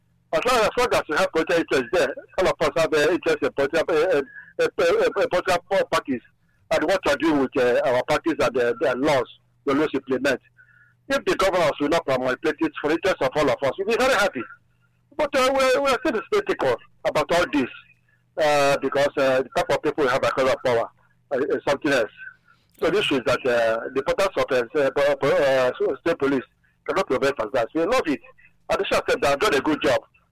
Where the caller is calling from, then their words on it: Nigeria; I'm calling from Bunka, Yambo State.